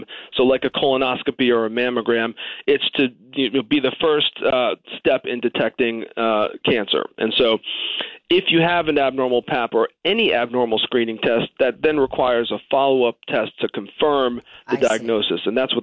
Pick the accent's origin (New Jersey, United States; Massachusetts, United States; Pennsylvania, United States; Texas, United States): Massachusetts, United States; Boston